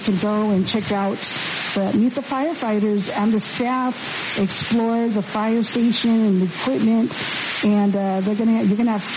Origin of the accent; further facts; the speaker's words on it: San Manuel, Arizona, United States; there's a small fire department where I'm from San Manuel.